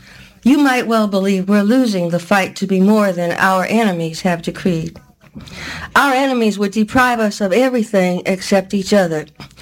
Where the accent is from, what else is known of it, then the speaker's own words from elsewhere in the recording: Brooklyn, New York, United States; but I'm black, and I come from Brooklyn, and I grew up fighting, and I grew up and I got out of Brooklyn